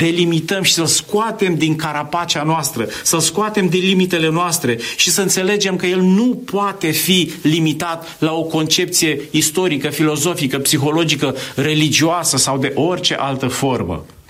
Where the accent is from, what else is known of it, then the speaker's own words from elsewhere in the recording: Romania; Suntem un popor de creștini și chiar dacă suntem români